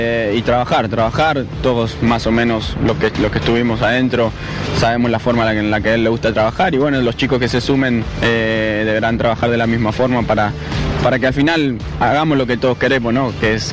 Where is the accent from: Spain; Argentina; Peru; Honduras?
Argentina; Nosotros como argentinos además tenemos esa cuotita que obviamente nos encantaría que la gane Leo.